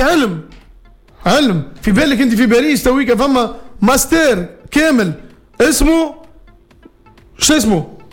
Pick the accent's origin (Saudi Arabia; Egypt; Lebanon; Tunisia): Tunisia; عندنا في تونس